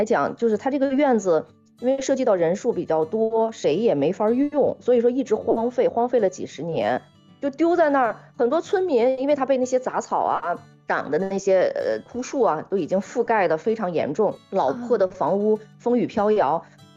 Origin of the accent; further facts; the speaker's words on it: northern China, China; moved away as an adult; now in Hainan, China; 毕竟我们都是北方人，在北方长期居住生活，来海南只是度假